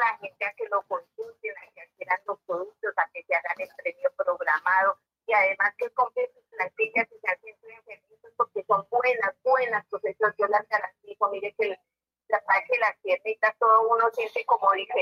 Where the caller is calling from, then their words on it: Tunja, Boyacá, Colombia; Desde Tunja, profesor.